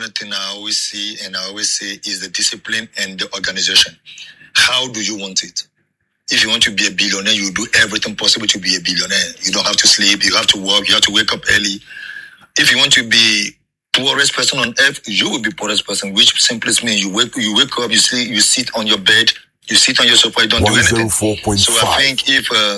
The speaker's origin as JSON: {"language": "English", "country": "Ghana", "said": "As a Ghanaian, I would say no. As a Ghanaian, I would say that let's put"}